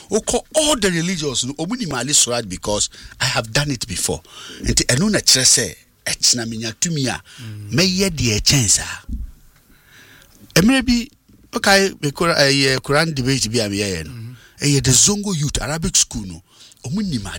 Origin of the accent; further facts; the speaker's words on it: Ghana; because we are Ghanaian.